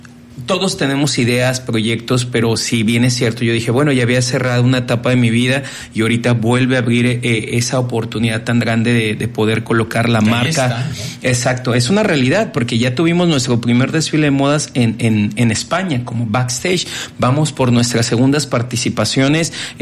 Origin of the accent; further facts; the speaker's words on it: Manzanillo, Colima, Mexico; ¿de dónde eres? De Manzanillo, Colima, del Pacífico mexicano, de un lugar donde te imaginas de clase mundial, un puerto súper importante